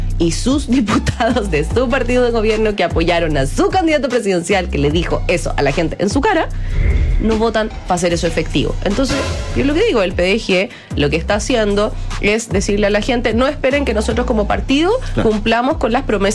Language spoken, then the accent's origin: Spanish; Antofagasta, Chile; moved away as an adult; yo soy del norte, yo nací en Antofagasta, estudié mi colegio, universidad, casi hasta el final, digamos, hasta cuarto año. Entonces, yo me fui a los 21 años, 20 años de Antofagasta. Aún tengo familia viviendo allá, tengo en Arica, en Iquique también.